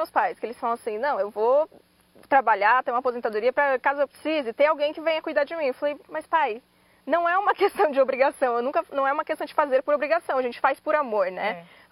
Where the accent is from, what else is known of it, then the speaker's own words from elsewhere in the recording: Itatiba, São Paulo, Brazil; Eu sou de Itatiba, né, Yumi?